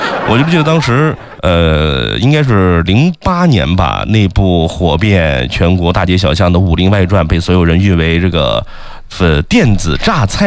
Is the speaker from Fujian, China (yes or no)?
no; Xinjiang, China; 作为在新疆在本土长大的土生土长的新疆儿子